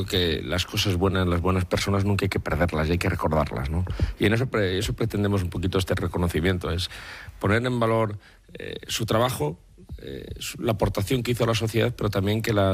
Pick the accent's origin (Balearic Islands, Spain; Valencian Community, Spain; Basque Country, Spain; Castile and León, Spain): Valencian Community, Spain; yo creo que sí que tenía algunos rasgos muy característicos Tip de lo que somos los valencianos.